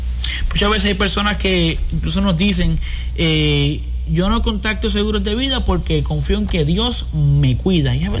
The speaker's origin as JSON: {"language": "Spanish", "country": "Puerto Rico", "said": "Muchas veces, como buen puertorriqueño o hispano que somos, ¿verdad?"}